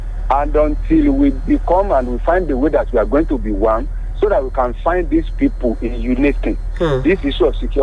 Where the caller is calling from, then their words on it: Milan, Lombardy, Italy; calling from Milan.